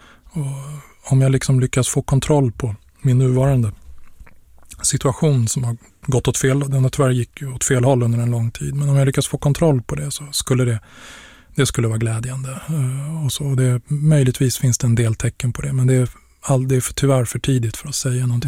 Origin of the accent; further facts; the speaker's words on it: Stockholm, Stockholm County, Sweden; Jag är ju uppvuxen i Stockholm. Jag åkte ju alltid tunnelbana sedan jag var liten unge.